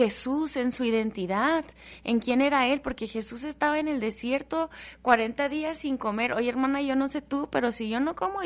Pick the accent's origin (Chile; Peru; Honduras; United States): United States; El Paso, Texas; Yo soy de aquí, de El Paso, Texas. Aquí nací y aquí he crecido, y aunque mucha gente se quiere ir a otras ciudades grandes, a mí me encanta mi ciudad, yo amo mi ciudad del Paso.